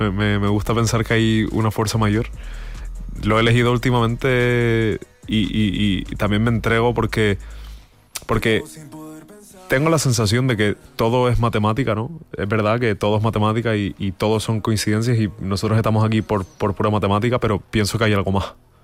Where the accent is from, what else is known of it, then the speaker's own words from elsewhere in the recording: Las Palmas de Gran Canaria, Canary Islands, Spain; me considero tanto hindú como cristiano y tengo esa dualidad también por haber nacido y crecido en Las Palmas de Gran Canaria y rodearme de mucha gente cristiana y también por haber nacido en una familia hindú.